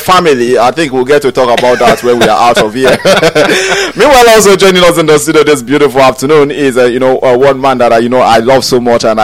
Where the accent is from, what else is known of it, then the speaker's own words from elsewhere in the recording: Nigeria; As a Nigerian